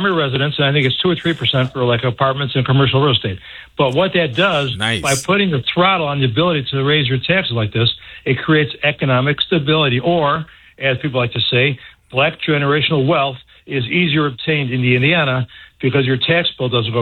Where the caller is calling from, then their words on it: San Pedro Sula, Cortés, Honduras; Well, because of the magic of cell radio and satellite, I'm calling you from San Pedro Sula, Honduras.